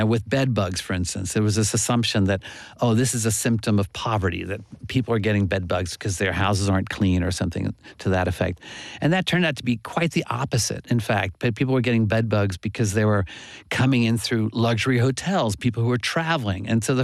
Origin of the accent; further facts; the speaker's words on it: Oklahoma, United States; when I was growing up, I grew up in Oklahoma, and I remember the kind of primal horror of being an eight-year-old and putting your fingers through your hair and finding a giant bloated tick in your hair.